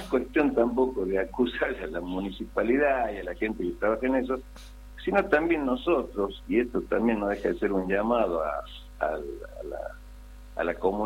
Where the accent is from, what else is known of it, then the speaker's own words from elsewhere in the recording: Catamarca, Argentina; born there; Los que somos nacidos en Catamarca